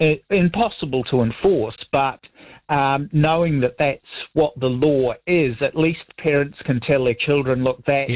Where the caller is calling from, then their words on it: Christchurch, Canterbury, New Zealand; Christchurch.